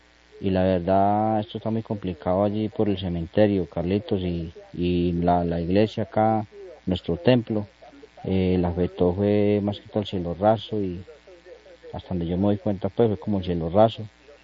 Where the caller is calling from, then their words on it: Balboa, Colombia; aquí en el municipio de Balboa